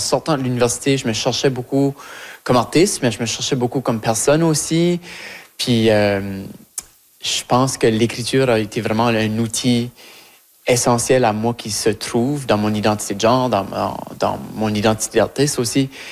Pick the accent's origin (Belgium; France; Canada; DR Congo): Canada; Acadia; now in Quebec, Canada; que mon acadienté se manifeste à travers cette voix-là. Même si mon accent change, puis mon vocabulaire évolue, puis mes expériences québécoises, montréalaises ajoutent à cette sauce-là